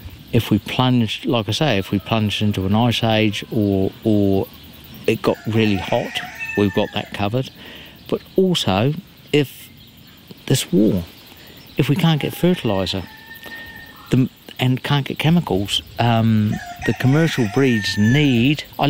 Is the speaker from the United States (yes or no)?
no; United Kingdom; now in New Zealand; I was brought up in Great Britain, and I was lucky enough we had a school farm.